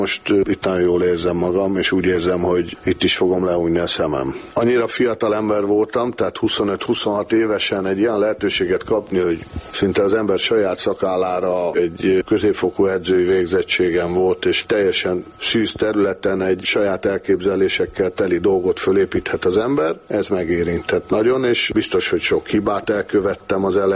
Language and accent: Hungarian; Budapest, Hungary; moved away as an adult; now in Székesfehérvár, Hungary; én a Zugló kis stadion 7. kerület keleti pályaudvar, ott azon a környéken nőttem föl.